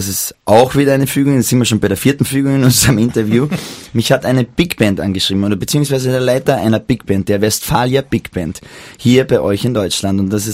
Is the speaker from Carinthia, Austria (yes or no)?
yes; Klagenfurt, Carinthia, Austria; Ich habe ja einen wunderbaren Freund bei mir in Klagenfurt, in meiner Heimat, der hat ein Klavierhaus